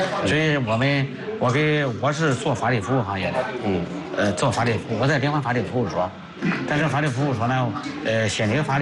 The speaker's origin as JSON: {"language": "Chinese", "country": "China", "said": "我们中国人的智慧是了不起的"}